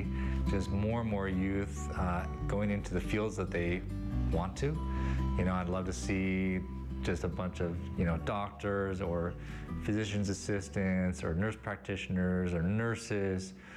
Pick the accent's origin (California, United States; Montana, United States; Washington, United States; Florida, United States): Washington, United States; Seattle; now in Warm Springs, United States; So I grew up in suburban Seattle